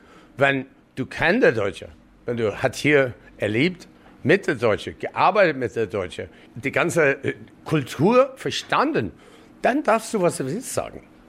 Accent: Canada; German is a second language; now in Munich, Germany; Wenn ich hier gekommen bin, 1990, der war keine Platz, als ein Kanadier auf der Bühne zu stehen vor den Leuten und Comedy.

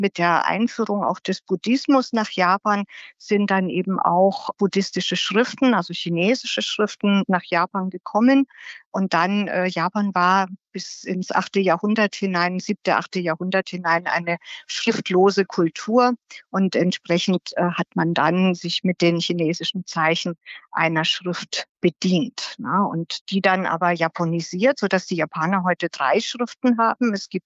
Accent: Germany; europäische Ausländer, so wie wir als Deutsche oder als US-Amerikaner, sind eher eine relativ kleine Gruppe.

